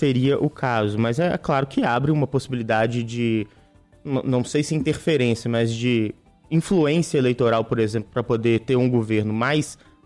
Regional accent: Brazil

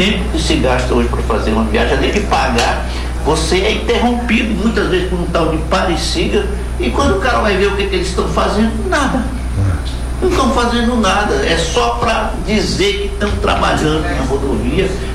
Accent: Rondônia, Brazil; moved away; Eu tenho família, que é minha cidade natal, em Rondônia, tenho familiares em Rolim de Moura, em Jiparaná

